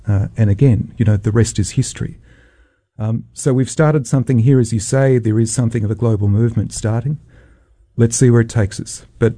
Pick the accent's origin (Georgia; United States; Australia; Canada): Australia; I mean, I'm an Australian parent.